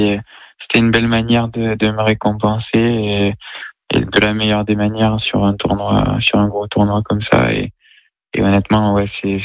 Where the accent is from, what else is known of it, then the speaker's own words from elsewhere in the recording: Velleron, Provence-Alpes-Côte d'Azur, France; Velleron, c'est une partie de moi aussi, et bien sûr que bah, je suis fier de pouvoir représenter un petit village comme ça au monde entier.